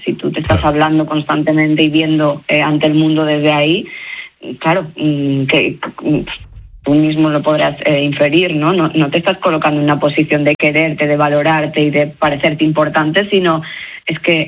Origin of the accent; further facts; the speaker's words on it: León, Castile and León, Spain; Pero bueno, yo pues soy de León. ¿De dónde he salido? De León, concretamente.